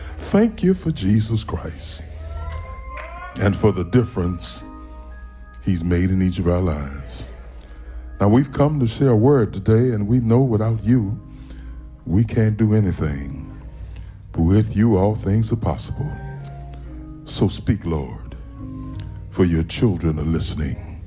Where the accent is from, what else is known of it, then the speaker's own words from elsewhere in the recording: Baton Rouge, Louisiana, United States; I'm from Baton Rouge, Louisiana